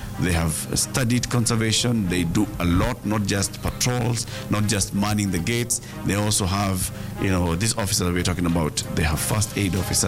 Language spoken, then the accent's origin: English; Kimana, Kajiado County, Kenya; As you know, I grew up in Kimana.